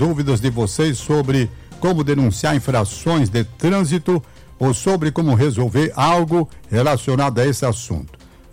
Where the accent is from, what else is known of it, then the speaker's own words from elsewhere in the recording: Fortaleza, Ceará, Brazil; eu nasci na Gentilândia. Na Gentilândia. Pertinho, portanto, ali do campo do Ceará Sporting Clube.